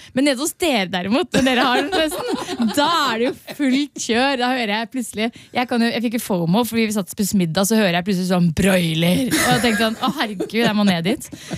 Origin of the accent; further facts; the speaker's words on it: Hemsedal, Buskerud, Norway; Åh, jeg er fra Hemsedal.